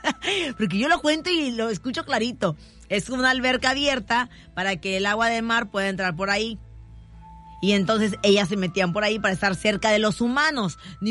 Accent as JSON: {"language": "Spanish", "country": "Mexico", "said": "como al mexicano nos gusta"}